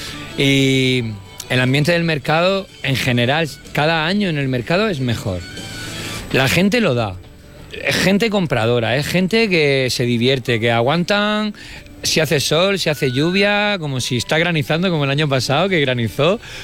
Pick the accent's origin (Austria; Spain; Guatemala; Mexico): Spain; Lorca, Region of Murcia; soy de Lorca y amo Lorca muchísimo.